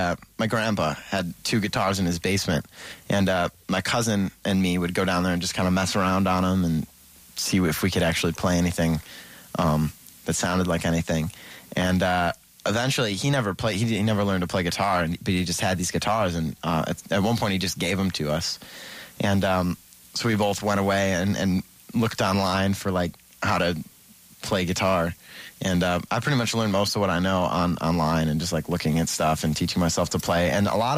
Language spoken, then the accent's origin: English; Rochester, New York, United States; born or raised there